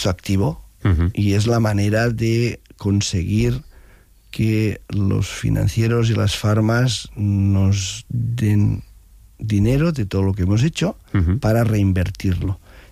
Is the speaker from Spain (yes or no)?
yes; Arenys de Mar, Catalonia, Spain; Y hubo una coincidencia muy bonita, que soy de Arenys de Mar.